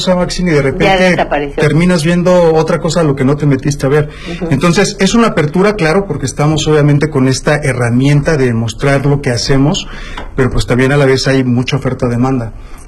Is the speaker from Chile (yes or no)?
no; Veracruz, Mexico; Mucha gente no piensa que soy mexicano, mucha gente piensa que soy cubano. Dominicano, cubano, de Costa Rica o algo así.